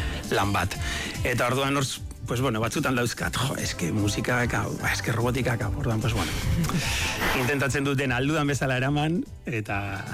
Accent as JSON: {"language": "Basque", "town": "Urdiain", "region": "Navarre", "country": "Spain", "also_born_or_lived": "Pamplona", "said": "Aileratzen zara Urdian jera, eta, bueno, pues, hau da nere herria, hau da nere lagunak, hau da nere familia"}